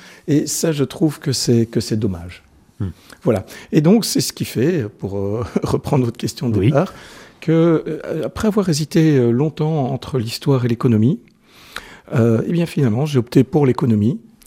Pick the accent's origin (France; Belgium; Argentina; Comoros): Belgium; Namur, Wallonia; Eh bien, de Namur, et plus particulièrement de Baumel.